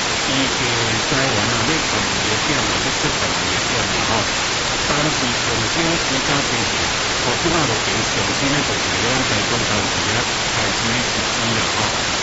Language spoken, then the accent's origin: Chinese; Taiwan; 这是台湾的，所以我是台湾人啊